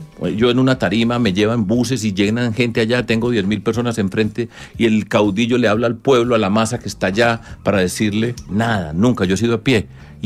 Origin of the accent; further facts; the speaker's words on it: Medellín, Antioquia, Colombia; now in Bogotá, Colombia; yo que vengo de Medellín, he vivido muchos años acá y amo mi tierra, por supuesto, pero quiero Bogotá y aquí he tenido muchas oportunidades, y aquí estudié, trabajé